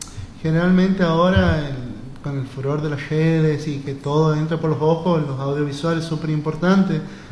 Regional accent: Santiago del Estero, Argentina; Yo soy de aquí de Santiago

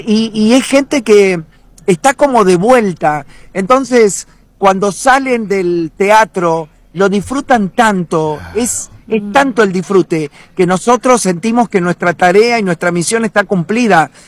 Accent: Entre Ríos, Argentina; now in Termas de Río Hondo, Argentina; tengo el domicilio en Termas porque me siento un santiagueño siendo de Entre Ríos. Soy de la provincia de Entre Ríos, pero adopté esta ciudad como mía.

